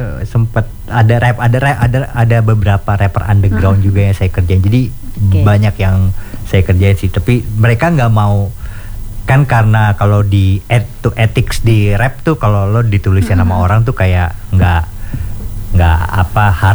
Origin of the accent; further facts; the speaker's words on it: Jakarta, Indonesia; Asli dari Jakarta, Indonesia lah